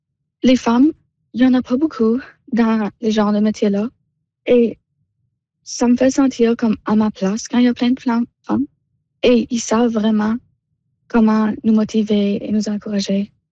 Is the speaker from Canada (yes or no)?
yes; Halifax, Nova Scotia, Canada; Je viens d'une communauté à Halifax qui s'appelle Bedford.